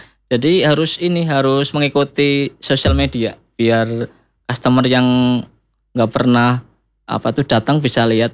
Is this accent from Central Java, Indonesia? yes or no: yes; Purwokerto, Central Java, Indonesia; Memang kayak saya itu jangka panjang memang pengen jadi ikon di wilayah kita, kota saya sendiri